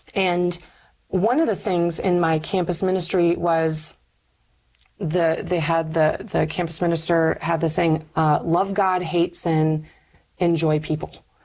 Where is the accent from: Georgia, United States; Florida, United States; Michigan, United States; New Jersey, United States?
Michigan, United States; Northern Michigan University is also in my hometown